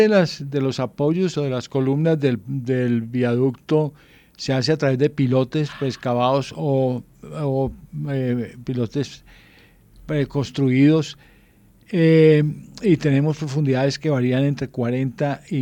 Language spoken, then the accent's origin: Spanish; Palmira, Valle del Cauca, Colombia; now in Bogotá, Colombia; además yo soy de Palmira, mi familia afortunadamente bien